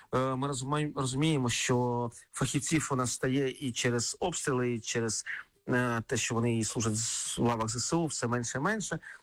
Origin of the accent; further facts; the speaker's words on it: Kharkiv, Kharkiv Oblast, Ukraine; Якщо будемо говорити про мій рідний Харків, Харків зараз набудував велику кількість об'єктів розподіленої генерації.